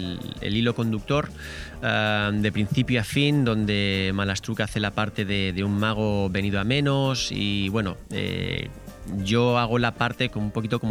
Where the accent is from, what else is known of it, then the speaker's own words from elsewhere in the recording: Italy; Spanish is a second language; que somos italianos.